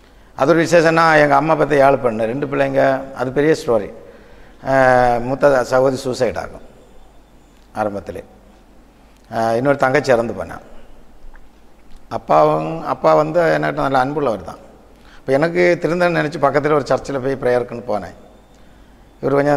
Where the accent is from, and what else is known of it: Chennai, Tamil Nadu, India; born there; also born or lived in Mumbai